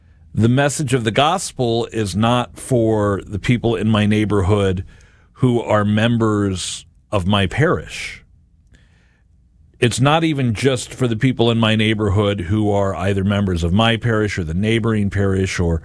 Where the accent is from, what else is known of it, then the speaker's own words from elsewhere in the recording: United States; I think about where I grew up in South County